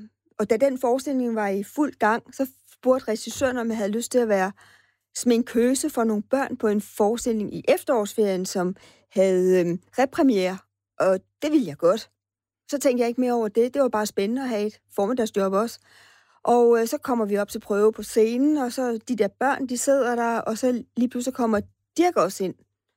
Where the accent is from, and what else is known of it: Fredericia, Region of Southern Denmark, Denmark